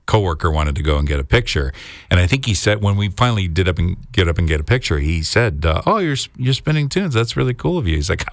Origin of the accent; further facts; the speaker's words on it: Brampton, Ontario, Canada; Well, we're from Brampton. We're both from Brampton, so I called him Sir.